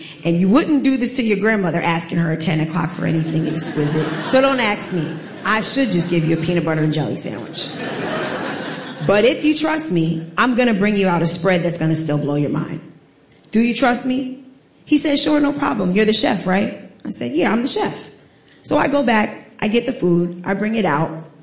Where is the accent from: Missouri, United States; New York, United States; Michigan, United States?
New York, United States; Staten Island; I'm from Staten Island, but I'm an 8th generation direct descendant from Sandy Ground.